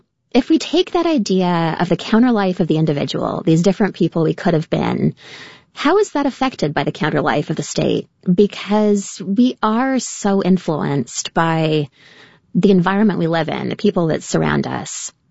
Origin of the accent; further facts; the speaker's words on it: Canada; I'm from Canada and I'm trained in contemporary dance and I don't have a high school diploma.